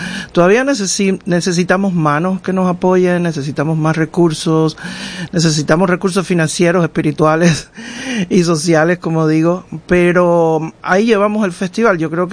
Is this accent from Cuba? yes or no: yes; Cuba; moved away as an adult; also born or lived in Mexico; now in Seattle, United States; Siendo cubano del Caribe